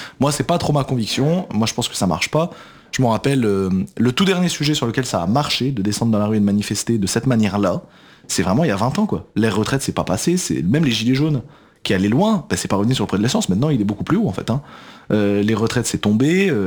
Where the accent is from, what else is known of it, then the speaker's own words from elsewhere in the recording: Belgium; now in Paris, France; Vous savez, moi, je suis pas français à la base, je viens de Belgique. Et je suis arrivé à Paris